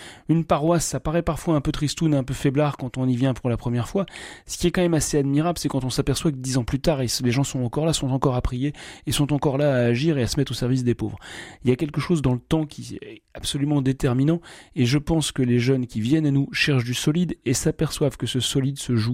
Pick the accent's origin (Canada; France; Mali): France; Lille, Hauts-de-France; moi je sais que je suis un homme, je suis français, je suis du diocèse de Lille, enfin en tout cas de la région lilloise.